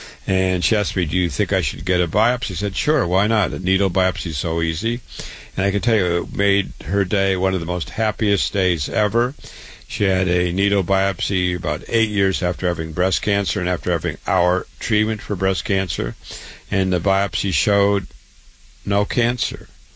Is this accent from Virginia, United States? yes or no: no; Waterloo, Iowa, United States; born there; I was born in Waterloo, Iowa, went to university, public schools first